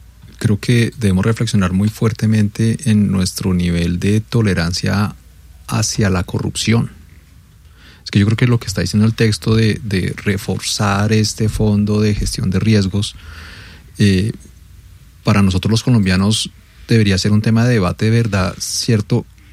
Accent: Colombia; creo que eso era algo en lo que nosotros deberíamos como colombianos unirnos

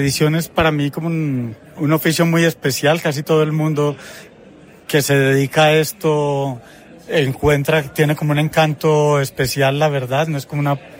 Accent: Colombia; moved away; Una personal, como te decía, yo soy colombiano. Antes de irme... participé en la Filbo varias veces

